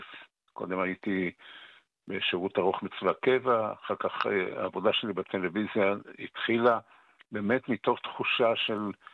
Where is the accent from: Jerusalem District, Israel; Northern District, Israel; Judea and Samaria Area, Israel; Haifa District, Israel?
Jerusalem District, Israel; Jerusalem; אני גדלתי בשכונת רחביה בירושלים.